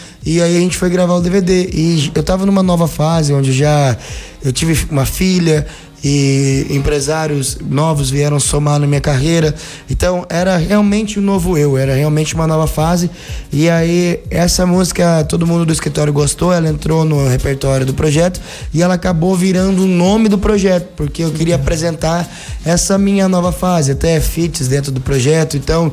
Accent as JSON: {"language": "Portuguese", "town": "Londrina", "region": "Paraná", "country": "Brazil", "said": "Eu sou de Londrina, Pé Vermelho aqui do Paraná."}